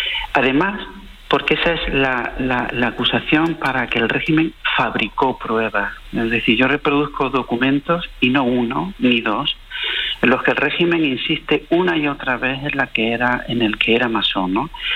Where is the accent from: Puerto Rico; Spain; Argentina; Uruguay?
Spain; Granada, Andalusia